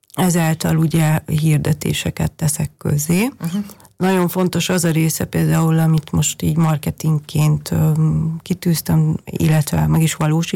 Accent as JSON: {"language": "Hungarian", "region": "Budapest", "country": "Hungary", "also_born_or_lived": "Vienna / Germany", "moved": "yes", "lives_now": "Steyr, Austria", "said": "furcsa pestiként ezt mondani, de ugye 9 évvel ezelőtt pedig kikerültünk egy kis faluba Németországba."}